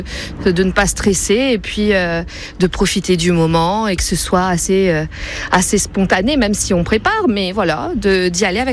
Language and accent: French; Amiens, Hauts-de-France, France; je suis originaire d'Amiens depuis quelques années.